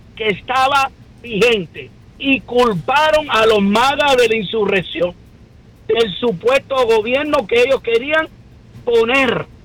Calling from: Cuba; Yo lo que soy es el majá cubano otra vez.

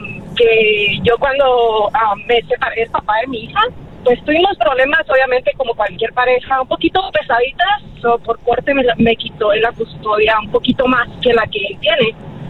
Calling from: Los Angeles, California, United States; Les hablo de aquí, de Los Ángeles, manejando para el trabajo ahorita bien temprano.

